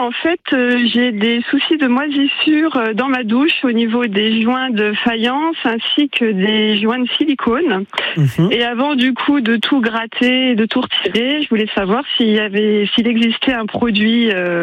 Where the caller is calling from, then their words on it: Aubréville, Grand Est, France; moi j'appelle de la Meuse d'Aubréville.